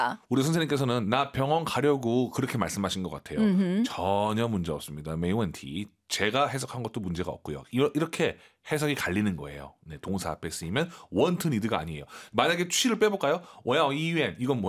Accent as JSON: {"language": "Korean", "region": "Beijing", "country": "China", "said": "저는 북경 출신이기 때문에 날 많이 썼습니다."}